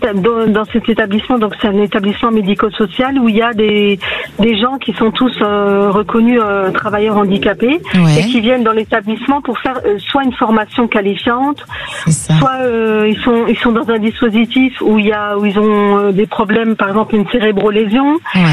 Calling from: Nice, Provence-Alpes-Côte d'Azur, France

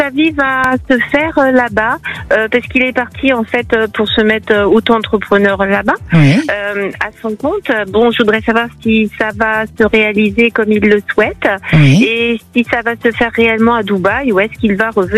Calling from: Provence-Alpes-Côte d'Azur, France; Alors, je vous appelle du sud de la France, du côté d'Avignon.

